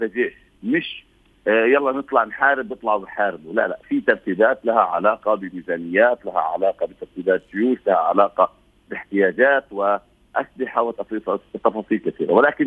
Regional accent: Palestine; نحن كفلسطينيين

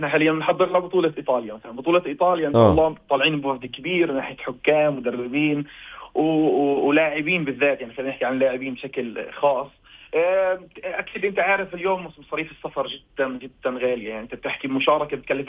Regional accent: Hebron, West Bank, Palestine; من شركة عندنا بالخليل.

